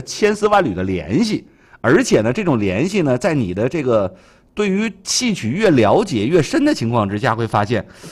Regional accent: China; 作为中国人骨子里的东西啊

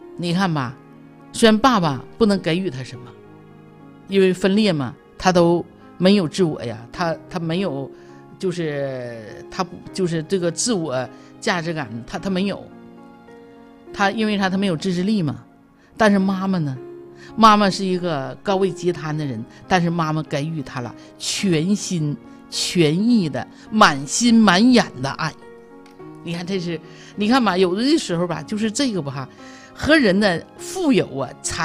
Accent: China; 我们中国人

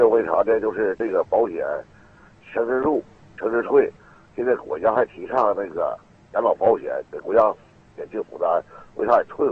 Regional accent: Beizhen, Liaoning, China; 北镇县富顺乡七里屯的，

